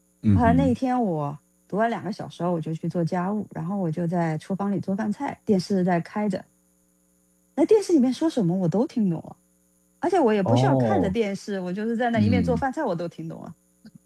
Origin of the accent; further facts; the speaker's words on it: Liuzhou, Guangxi, China; moved away; 不过我小时候那时候在广西柳州